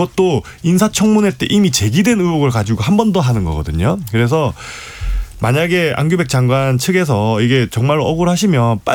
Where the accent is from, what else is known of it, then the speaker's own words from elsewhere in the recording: Busan, South Korea; 마침 제가 또 부산 출신입니다.